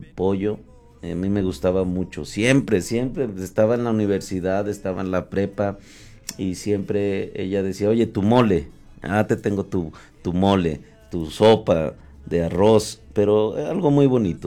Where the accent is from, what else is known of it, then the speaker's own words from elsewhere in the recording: Fresnillo, Zacatecas, Mexico; Yo soy fresnillense, nací, crecí aquí en Fresnillo.